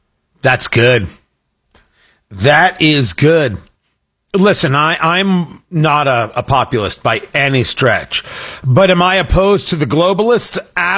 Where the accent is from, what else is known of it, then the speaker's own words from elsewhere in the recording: United States; I am an American at all times.